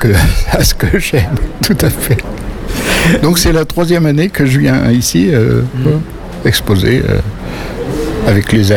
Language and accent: French; Nouvelle-Aquitaine, France; born there; Ce sont mes origines, donc je suis né ici en Dordogne, sur les bords de la Drôme. Ma famille était ici.